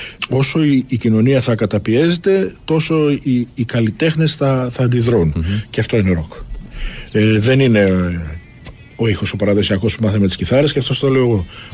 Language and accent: Greek; Piraeus, Attica, Greece; born or raised there